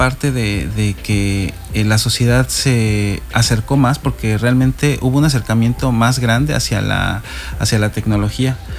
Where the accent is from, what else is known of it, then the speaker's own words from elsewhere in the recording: Mexico City, Mexico; now in Cancún, Mexico; Bueno, vienes de Ciudad de México, paisana, yo también soy de Ciudad de México.